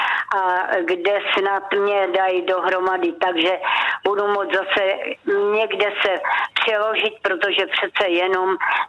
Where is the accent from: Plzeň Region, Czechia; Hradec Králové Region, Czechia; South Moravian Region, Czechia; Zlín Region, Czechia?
Hradec Králové Region, Czechia; Hradec Králové; born there; v Hradci jsem se narodila a v Hradci si umří